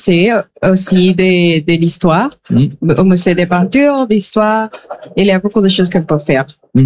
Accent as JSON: {"language": "French", "country": "Venezuela", "first_language": "Spanish", "second_language": "French", "moved": "as an adult", "lives_now": "Ribérac, France", "said": "Je viens de Venezuela et oui. Je parle espagnol."}